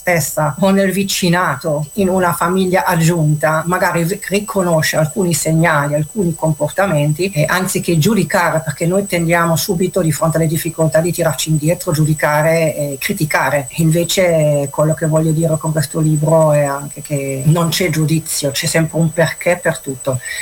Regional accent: Germany; Germania.

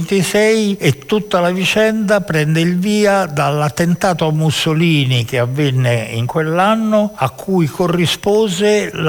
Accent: Rome, Lazio, Italy; born there; also born or lived in Sardinia; Io sono nato a Roma, ma ho vissuto molti anni in Sardegna.

